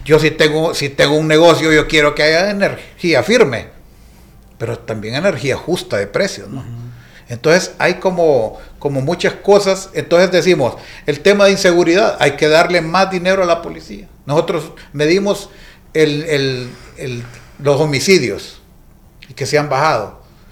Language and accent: Spanish; Honduras; nosotros como hondureños